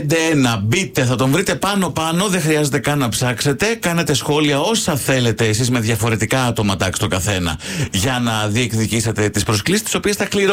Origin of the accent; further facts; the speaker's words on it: Serres, Central Macedonia, Greece; moved away; Στα μέρη μου. Εκεί ξέρεις ότι κάθε χρόνο τέτοια εποχή γίνεται η Σερ Expo